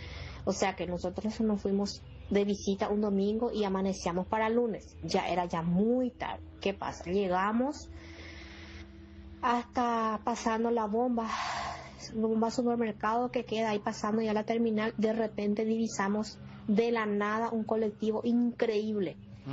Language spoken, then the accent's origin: Spanish; San Vicente, Asunción, Paraguay; nosotros somos de San Vicente, el trayecto era muy largo, desde la terminal de ómnibus teníamos que llegar hasta el mercado 4.